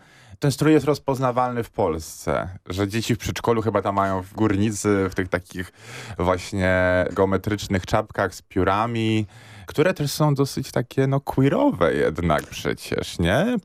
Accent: Silesian Voivodeship, Poland; ty odwiedziłaś po prostu moje rodzinne strony w momencie, kiedy ja byłam dzieckiem.

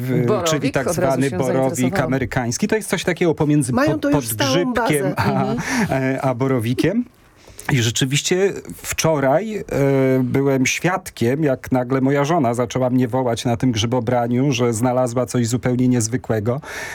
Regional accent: Masovian Voivodeship, Poland; to jest bliżej moich rodzinnych stron, bo to są okolice Przasnysza, czyli północne Mazowsze.

